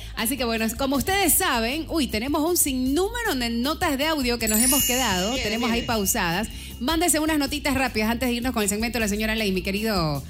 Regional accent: Ecuador

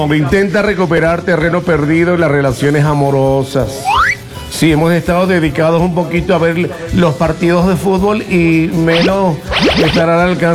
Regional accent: Ecuador; Uno como ecuatoriano

